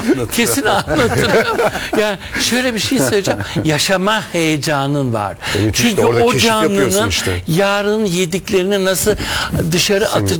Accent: Istanbul, Turkey; İstanbul'da doğdum büyüdüm. Evet. Levent ve Beylerbeyi arasında ve Mecidiyeköy.

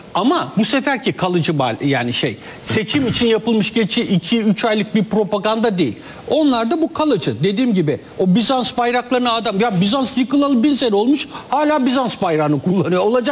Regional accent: Cyprus; Ben Kıbrıslıyım.

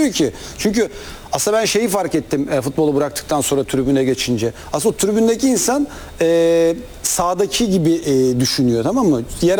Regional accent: Gaziosmanpaşa, Istanbul, Turkey; İşte ben Gazi Osman Paşa, doğma büyüme oralıyım.

